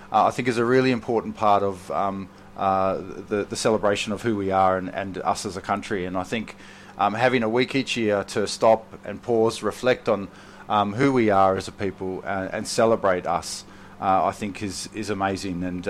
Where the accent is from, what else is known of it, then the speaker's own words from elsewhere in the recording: Western Australia, Australia; moved away as an adult; now in Darwin, Australia; I'm from WA originally. I've been here in Darwin for coming up 5 years. My family's from Derby in the West Kimberley. … big family over in the Kimberley.